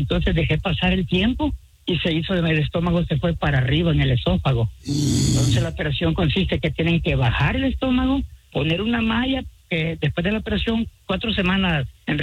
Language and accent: Spanish; San Salvador, El Salvador; No, soy de San Salvador. Sí, mi mamá era de Usulután.